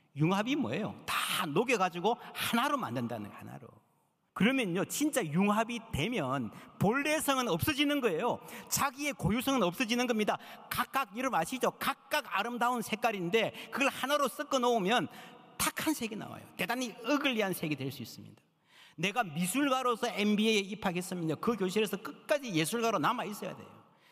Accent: South Korea; moved away as an adult; also born or lived in Chicago, United States; 제가 한국 사람인데 미국 가서 20년 가까이 살았잖아요. 그리고 시카고에서 공부하면서 교회를 개척해서

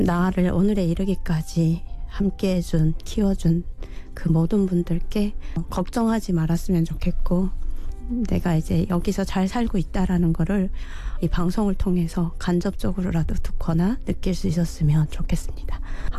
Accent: North Korea; now in South Korea

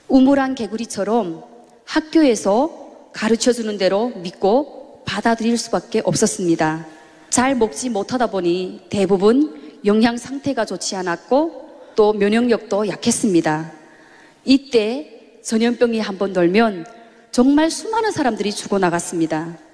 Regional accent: Chongjin, North Hamgyong, North Korea; 저의 고향은 함경북도 청진입니다. 저는 평범한 노동자 가정에서 일남 이녀 중에 장녀로 태어났습니다.

